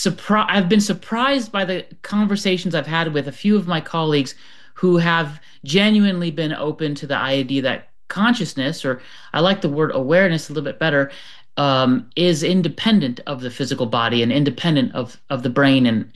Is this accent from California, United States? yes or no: no; Florida, United States; born there; Mom from France, and my dad from Pakistan. And when they got together, they moved to America for the American dream, and that's where I was born in Florida.